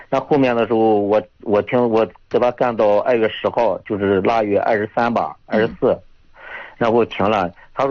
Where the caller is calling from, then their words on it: Yuncheng, Shanxi, China; 我现在在山西盐湖区，云南盐湖区。